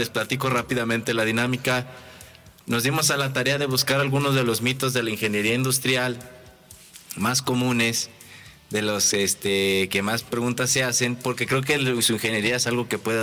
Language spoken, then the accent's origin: Spanish; Rincón de Romos, Aguascalientes, Mexico; somos de Rincón de Romos, Onan y yo. Hemos crecido ahí.